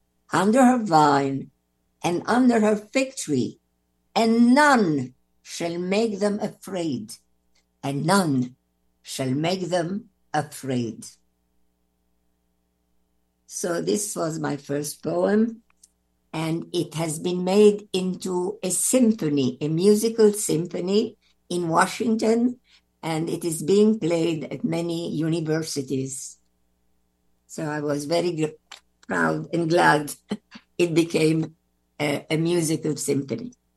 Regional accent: Cairo, Cairo Governorate, Egypt; moved away; I was born in Cairo, and I went to a wonderful school called Alvernia English School for Girls in Zamalek in Cairo.

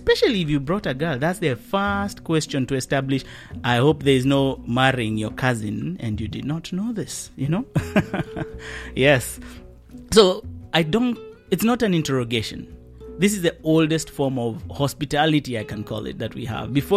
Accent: Kenya; now in Vancouver, Canada; But growing up in Kenya, never.

